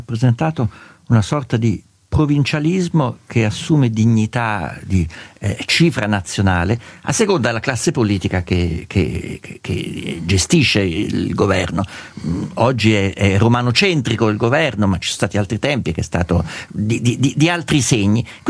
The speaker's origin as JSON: {"language": "Italian", "town": "Perugia", "region": "Umbria", "country": "Italy", "moved": "yes", "lives_now": "Rome, Italy", "said": "anch'io che vengo da Perugia, e Perugia è un'ora e mezzo da Roma"}